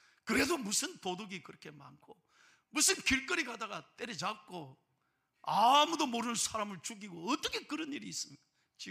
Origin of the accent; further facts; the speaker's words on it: Busan, South Korea; 왜 내 고향 부산에서 있었던 이야기라서